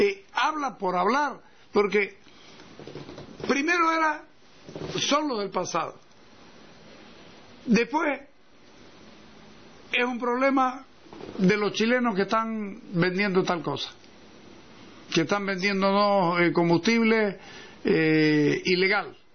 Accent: Bolivia; born there; No, yo soy de aquí. Aquí nací, aquí me voy a morir. O sea, yo no vengo ni de Marte, ni de Venus, ni de ningún lado. Vengo de aquí. Y soy de aquí, y pretendo seguir aquí.

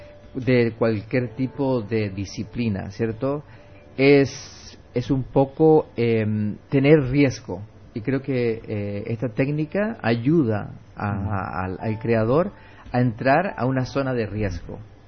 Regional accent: Chile; also born or lived in Mexico; now in United States; Yo originalmente soy chileno, pero emigré a los Estados Unidos hace bastante tiempo. También pasé un tiempo en México.

